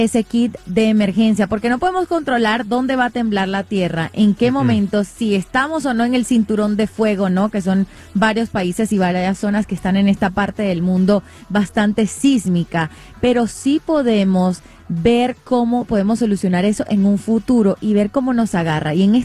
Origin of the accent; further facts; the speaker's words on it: Venezuela; moved away; yo soy de Venezuela